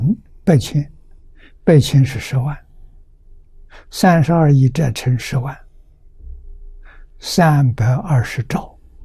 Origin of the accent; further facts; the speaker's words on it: China; 真如，我们中国人知道。